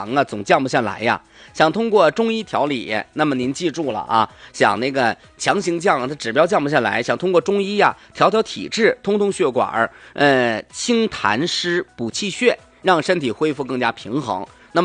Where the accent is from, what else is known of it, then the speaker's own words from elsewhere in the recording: Heilongjiang, China; moved away; 我家哈尔滨周边的